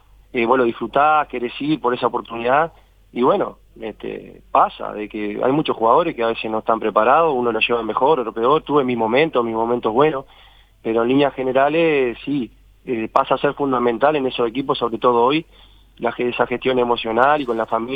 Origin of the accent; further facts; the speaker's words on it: Uruguay; somos uruguayos